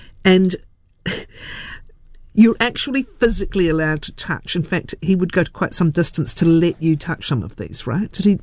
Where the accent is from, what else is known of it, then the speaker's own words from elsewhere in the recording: Dunedin, Otago, New Zealand; it's my hometown.